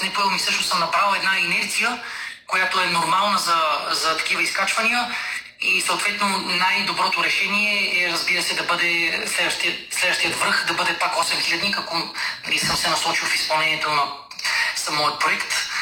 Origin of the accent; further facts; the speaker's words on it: Razlog, Blagoevgrad Province, Bulgaria; туристическото лого на родният ми град Разлог.